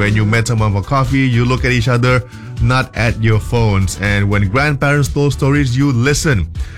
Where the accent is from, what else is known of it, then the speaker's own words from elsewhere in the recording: Sarawak, Malaysia; growing up in Sarawak, many neighborhoods were incredibly close-knit.